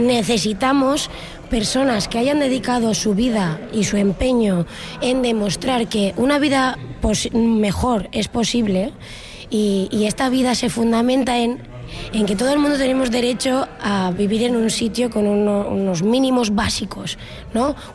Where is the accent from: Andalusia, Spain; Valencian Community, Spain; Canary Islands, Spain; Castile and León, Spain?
Valencian Community, Spain; Canals; soy de Canals, Valencia.